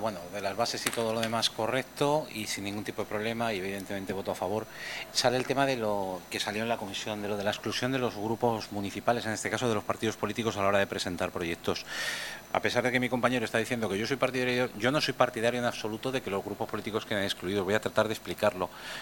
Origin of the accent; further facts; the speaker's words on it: Miguelturra, Castilla-La Mancha, Spain; todos los que estamos aquí sentados somos ciudadanos de Miguel Turra.